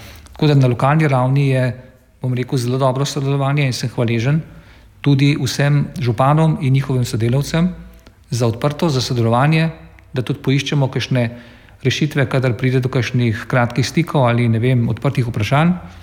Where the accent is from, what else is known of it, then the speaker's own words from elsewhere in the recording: Mirna Peč, Lower Carniola, Slovenia; to sem tudi v mojem domačem kraju povedal. V Mirni peči